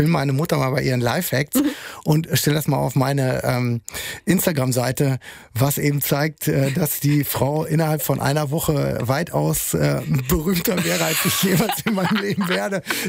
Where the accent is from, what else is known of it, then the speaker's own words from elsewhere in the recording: North Rhine-Westphalia, Germany; Ja, ich komme aus Westfalen eigentlich. Ne? Also letztendlich sind wir dann bei Reda-Wiedenbrück, Gütersloh-Bielefeld aus Westfalen.